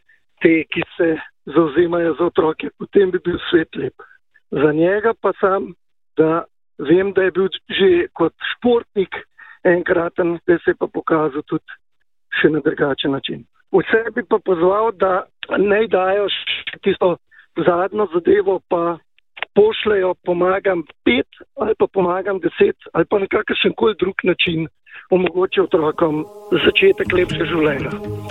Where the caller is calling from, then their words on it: Notranje Gorice, Central Slovenia, Slovenia; iz Notranjih Goric.